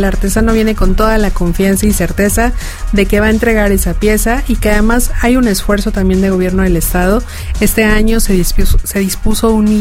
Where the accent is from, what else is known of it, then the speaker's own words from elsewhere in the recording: Morelos, Mexico; todo morelense